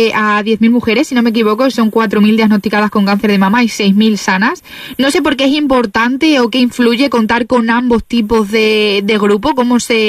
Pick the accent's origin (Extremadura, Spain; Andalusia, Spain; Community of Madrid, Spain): Extremadura, Spain; para nosotros como mujeres extremeñas y para la comunidad extremeña